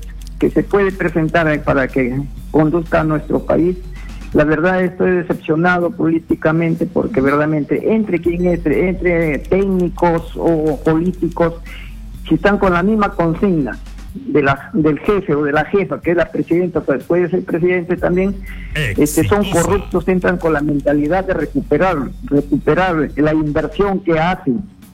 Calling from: Chiclayo, Lambayeque, Peru; de Chiclayo.

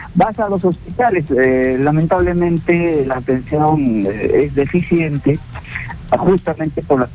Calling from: Ayacucho, Peru; desde Ayacucho.

